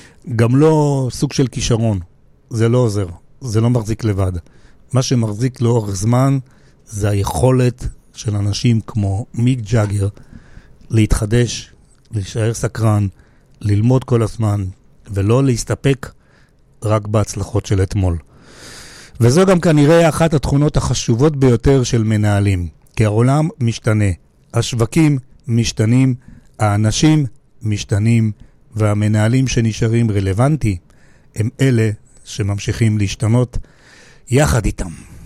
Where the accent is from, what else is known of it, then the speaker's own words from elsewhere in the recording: Bat Yam, Tel Aviv District, Israel; גילינו גם ששנינו בני אותו גיל, וגדלנו באותו אזור, באותה עיר, אפשר להגיד בת ים של שנות ה-70.